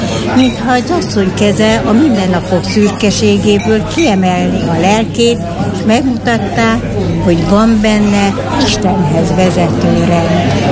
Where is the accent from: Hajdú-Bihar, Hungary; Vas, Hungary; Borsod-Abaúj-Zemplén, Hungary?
Hajdú-Bihar, Hungary; Debrecen